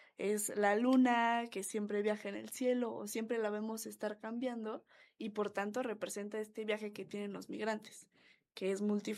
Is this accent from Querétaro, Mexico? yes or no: yes; Querétaro, Mexico; born there; O sea, yo nací aquí en Querétaro, pero pues mis papás sí son migrantes, digámoslo, internos.